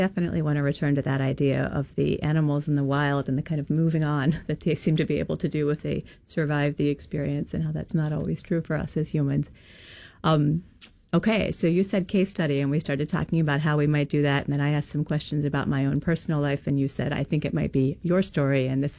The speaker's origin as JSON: {"language": "English", "region": "Kentucky", "country": "United States", "said": "I'm from Kentucky."}